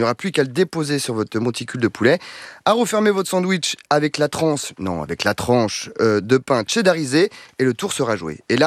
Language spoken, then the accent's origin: French; France; on est des Français, on n'a pas forcément du bacon dans son frigo